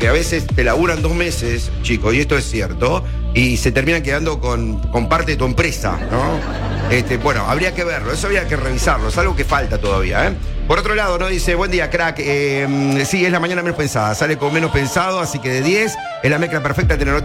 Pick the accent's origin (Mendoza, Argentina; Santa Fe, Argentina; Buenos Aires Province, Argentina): Buenos Aires Province, Argentina; Berisso; moved away as an adult; also born or lived in Ensenada / La Plata; now in Mar del Plata, Argentina; Yo nací en Ensenada, ¿eh? Sí. Nací en Ensenada, viví toda mi adolescencia en Berisso y trabajé y estudié en la ciudad de La Plata y en el Colegio Nacional Rafael Hernández, dependiente de la Universidad Nacional de La Plata.